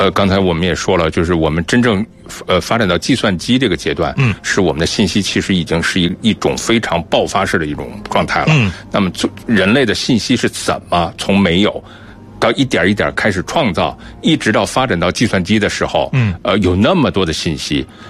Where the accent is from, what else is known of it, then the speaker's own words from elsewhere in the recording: China; 我们中国人